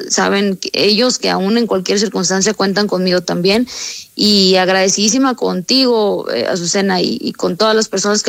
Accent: Sinaloa, Mexico

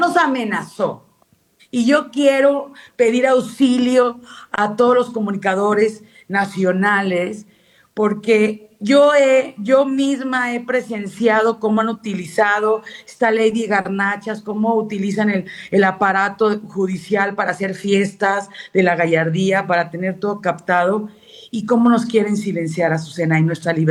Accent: San Luis Potosí, Mexico; yo soy potosina

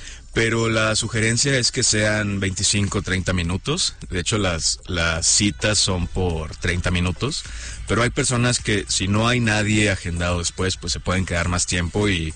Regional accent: Monterrey, Nuevo León, Mexico; moved away as an adult; Yo soy de Monterrey, yo nací en Monterrey, casi toda mi vida me vi rodeado de estas montañas y me dio una nostalgia infinita por el noreste, por la tierra donde yo siento mis raíces

